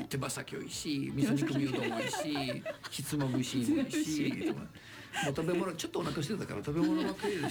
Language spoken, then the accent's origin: Japanese; Piedmont, Italy; born there; Japanese is a second language; moved away